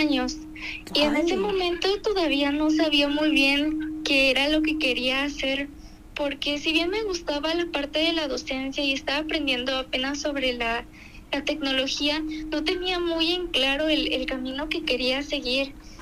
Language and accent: Spanish; Papantla, Veracruz, Mexico; now in Xalapa, Mexico; Soy originaria de Papantla del Arte, Veracruz